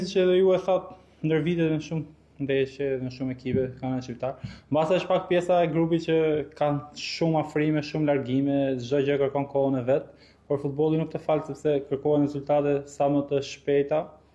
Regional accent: Elbasan, Elbasan County, Albania; un jam nga Elbasani. Jam lindur dhe rritur dhe kam dalë të Akademia Elbasanit.

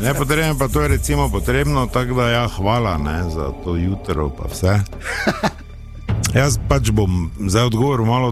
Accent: Maribor, Drava, Slovenia; Stanoval sem v Turnerjevi, to je tam koroška gosposvetska, kot vsak pravi Mariborčan, Štajerc.

